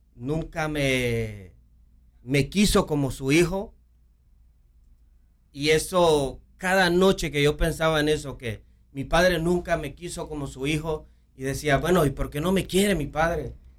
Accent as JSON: {"language": "Spanish", "country": "Honduras", "said": "Pastor, primeramente … soy originario de Honduras."}